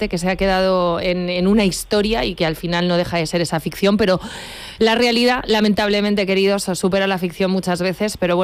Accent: Hellín, Castilla-La Mancha, Spain; en mi pueblo, en Hellín

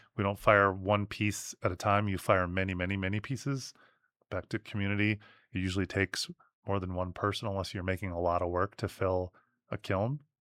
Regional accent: Wisconsin, United States; I'm from Wisconsin.

